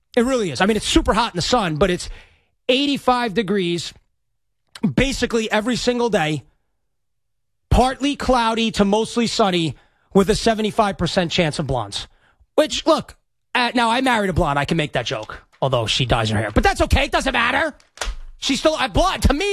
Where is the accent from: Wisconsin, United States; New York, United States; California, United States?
New York, United States; growing up in New York where you see like no blondes your entire life